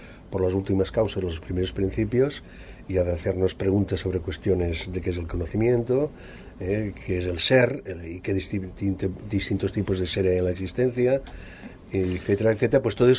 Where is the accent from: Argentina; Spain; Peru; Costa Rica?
Spain; Aragon; Digamos que soy maño.